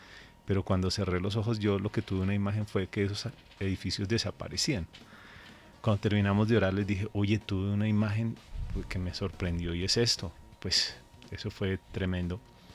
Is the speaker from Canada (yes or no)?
no; Colombia; also born or lived in Caracas, Venezuela; Tengo familia allá, de hecho soy nacido en Caracas, criado aquí en Colombia desde los 2 años.